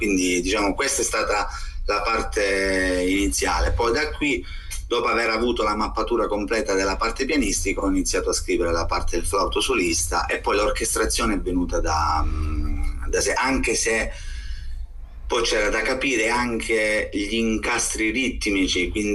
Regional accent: Calabria, Italy; essendo calabrese, io comunque qui in Calabria

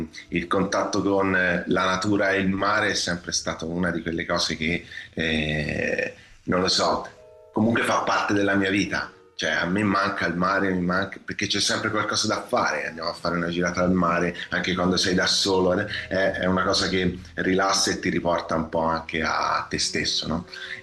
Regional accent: Cecina, Tuscany, Italy; moved away as an adult; also born or lived in Livorno; now in Vicopisano, Italy; siamo nati lì a Cecina, siamo cresciuti, diciamo, nella banda.

